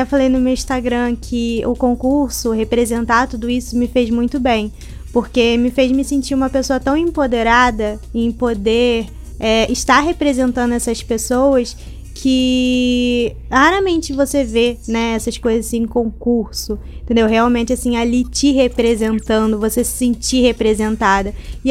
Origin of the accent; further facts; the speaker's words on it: São Pedro da Aldeia, Rio de Janeiro, Brazil; born there; also born or lived in São Paulo; É, nasci em São Pedro, em Araruama.